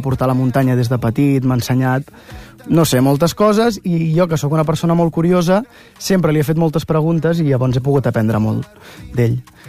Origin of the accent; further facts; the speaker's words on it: Mataró, Catalonia, Spain; born there; moved away as an adult; a Mataró tenim la sort de que tenim una festa major molt guai